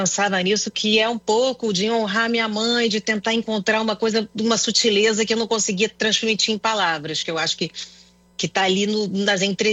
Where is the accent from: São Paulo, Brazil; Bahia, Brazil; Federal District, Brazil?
Federal District, Brazil; Brasília; morei em Brasília, sou de Brasília, né? Nasci em Brasília, voltei para lá exatamente nas idades dos dois personagens, né?